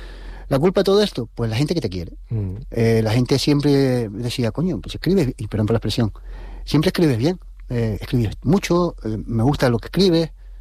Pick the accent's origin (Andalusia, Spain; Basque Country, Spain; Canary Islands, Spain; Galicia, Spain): Canary Islands, Spain; La Orotava; yo me crié en la Orotava, entre la Barriada de Antonio y el Casco.